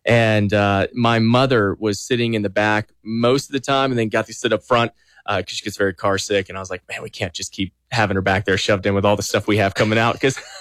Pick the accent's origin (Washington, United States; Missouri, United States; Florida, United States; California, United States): Florida, United States; Tallahassee; born there; also born or lived in Alabama / Georgia / South Carolina; So I was born in Tallahassee. Okay. Because my dad's job, we moved about five times.